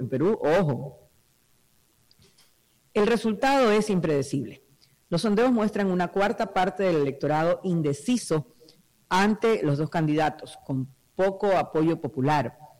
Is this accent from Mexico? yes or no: no; Ecuador; nosotros como ecuatorianos